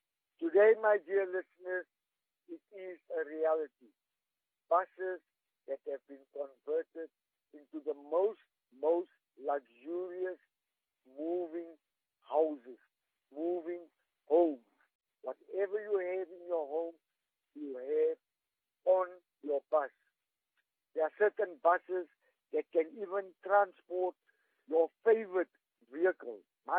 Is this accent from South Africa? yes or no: yes; Johannesburg, Gauteng, South Africa; my hometown, Johannesburg